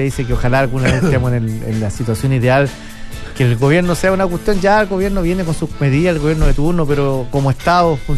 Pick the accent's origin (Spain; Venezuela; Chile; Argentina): Chile